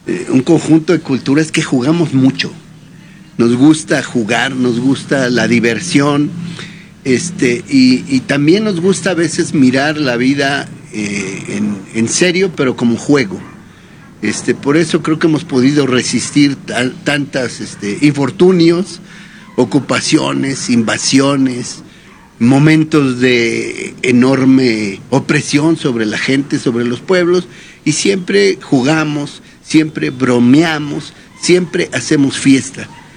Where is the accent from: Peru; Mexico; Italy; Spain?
Mexico; lo afirmo yo como mexicano